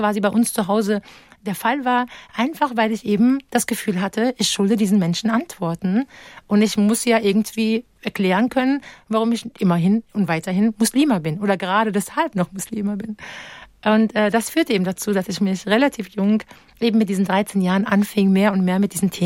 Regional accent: Darmstadt, Hesse, Germany; born there; also born or lived in Münster / Wiesbaden / Frankfurt / Rabat; Leben sehr viel umgezogen, war in vielen Städten beheimatet, von Münster über Wiesbaden, Frankfurt, gebürtige Darmstädterin, aber auch in Rabat und in Marokko und vielen weiteren wunderschönen Städten

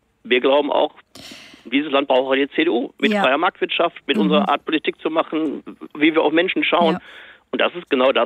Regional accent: North Rhine-Westphalia, Germany; Ich komme aus dem Ruhrgebiet.

